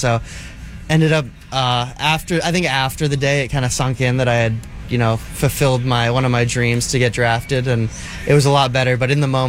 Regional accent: Toronto, Ontario, Canada; moved away; You know, growing up in Toronto, it's very, very diverse, very busy, a lot of stuff going on.

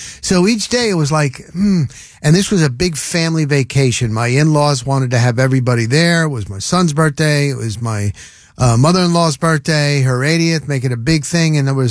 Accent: New Jersey, United States; moved away; I grew up in New Jersey, and we used to go to Seaside and Point Pleasant

